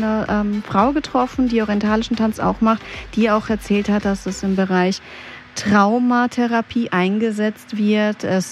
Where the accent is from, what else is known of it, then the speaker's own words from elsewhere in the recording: Greece; also ich komme ja aus Griechenland und da ist ja auch verstärkt die Musikrichtung dann auch sehr dominant.